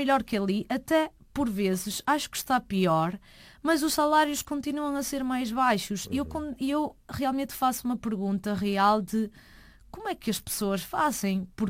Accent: Galicia, Spain; deram-lhe a escolher e ele decidiu voltar para a Galiza. E foi por isso que eu terminei sendo galega, até a dizer, é um azar da vida. Eu podia ter nascido em Catalunha e ser uma história completamente diferente.

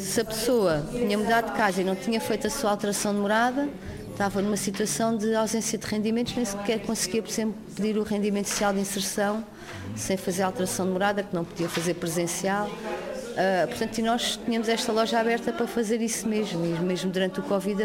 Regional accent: Almada, Lisbon, Portugal; born there; Sim, eu não nasci aqui, não é? Nasci em Almada. Minha juventude também sempre relacionei com pessoas aqui, conheço o Monte da Caparica, mas depois só vim trabalhar para cá em 2008.

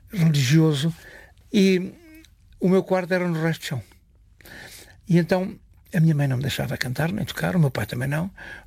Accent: Chamusca, Santarém, Portugal; então, conhecia em 1950, na minha terra natal, na Chamusca, houve uma tourada à tarde

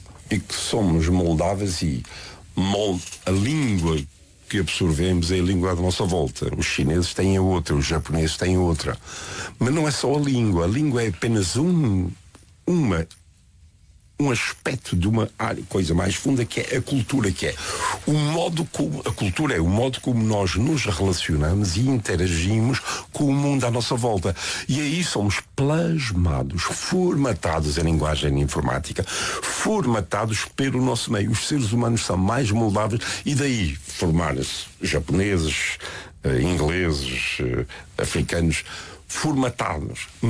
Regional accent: Azores, Portugal; moved away as an adult; now in United States; eu sou açoriano, eu costumo dizer que eu não imigrei ou alarguei fronteiras. Fui dos Açores, vim para aqui, fui para os Estados Unidos. Eu sou da minha terra, sou São Miguel, sou português

